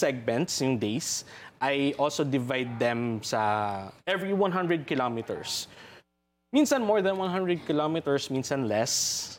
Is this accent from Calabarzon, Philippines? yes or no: no; Makati, Metro Manila, Philippines; I'm from Makati kasi.